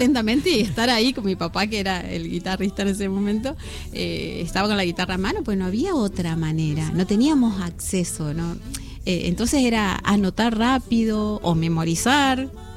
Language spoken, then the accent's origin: Spanish; Reconquista, Santa Fe, Argentina; soy de Reconquista, la perla del norte santafesino.